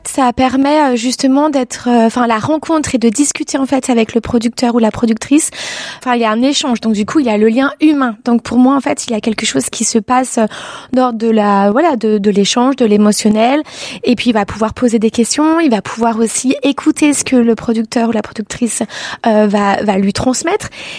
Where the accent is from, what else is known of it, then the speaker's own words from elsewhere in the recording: Annecy, Auvergne-Rhône-Alpes, France; puisque moi, je viens d'Annecy